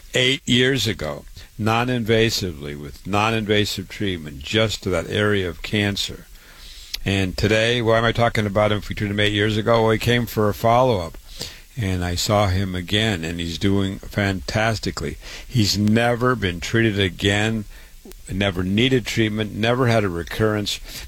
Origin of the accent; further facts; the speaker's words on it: Waterloo, Iowa, United States; born and raised in Waterloo, Iowa.